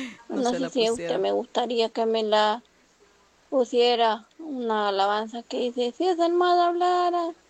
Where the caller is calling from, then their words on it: Tecoluca, San Vicente, El Salvador; Aquí en Tecoluca, Agua Caliente, Río Caliente, por el Llano Grande.